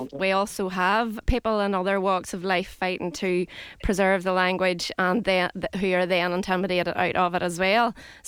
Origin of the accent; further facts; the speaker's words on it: Ireland; first language Irish; English is a second language; I have the right to say that I live in Ireland, and it is my native language, and I wish to speak it.